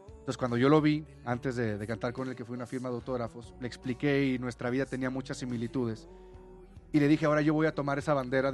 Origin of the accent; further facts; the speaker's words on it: Mexico; somos mexicanos.